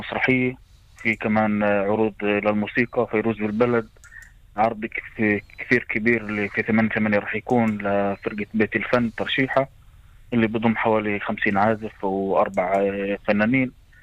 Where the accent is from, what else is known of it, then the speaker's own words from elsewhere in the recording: Rahat, Southern District, Israel; في كمان مركز راحة عندنا في رهط